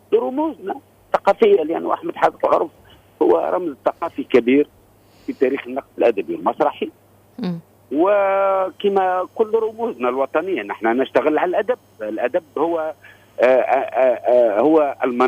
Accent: Tunisia; وأنا باعتباري ولد الحومة ودرست في المدرسة وعندي تجربة كبيرة مع القدامى والجدد

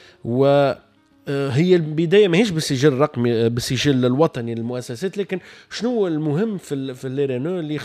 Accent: Tunisia; أنا كمواطن تونسي

